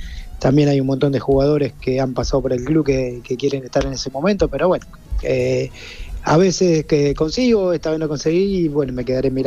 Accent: Arroyo Seco, Santa Fe, Argentina; Sí, yo soy de Arroyo Seco

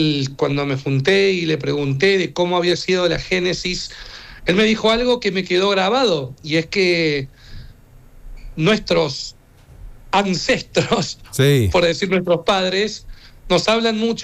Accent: Argentina

